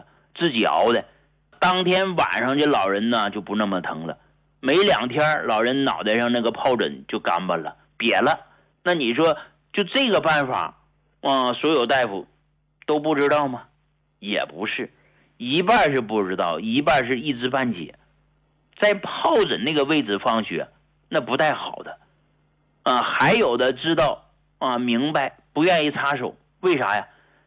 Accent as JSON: {"language": "Chinese", "town": "Hegang", "region": "Heilongjiang", "country": "China", "tie": "born or raised there", "moved": "yes", "lives_now": "Guangdong, China", "said": "在我老家黑龙江鹤岗那地儿"}